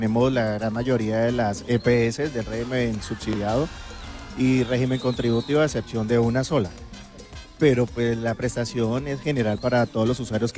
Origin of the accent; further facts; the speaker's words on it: Neiva, Huila, Colombia; De Neiva. Yo soy más huilense que esos bizcochos de Achira